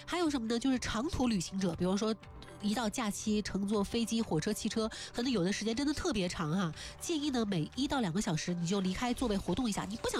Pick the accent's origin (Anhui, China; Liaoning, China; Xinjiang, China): Anhui, China; Hefei; 也是咱们合肥人都特别熟悉的一个地方哈